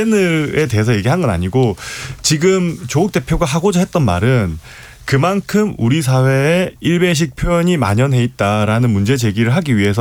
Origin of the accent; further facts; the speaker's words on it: Busan, South Korea; 제가 또 부산 출신입니다.